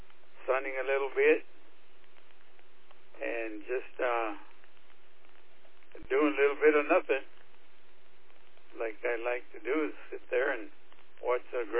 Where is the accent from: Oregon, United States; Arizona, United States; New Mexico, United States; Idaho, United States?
New Mexico, United States; Las Cruces; moved away as an adult; also born or lived in Albuquerque, New Mexico; I grew up in Las Cruces, New Mexico. Southern New Mexico, went to technical school in Albuquerque, and then came over here and went to El Camino